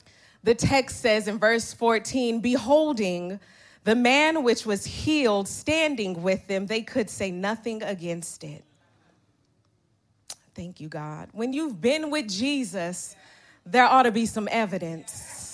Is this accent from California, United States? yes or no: yes; Oakland, California, United States; I'm really from Oakland.